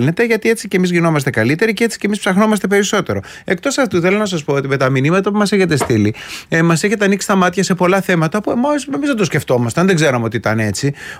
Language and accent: Greek; Attica, Greece; εγώ είμαι και λίγο από τα Μεσόγεια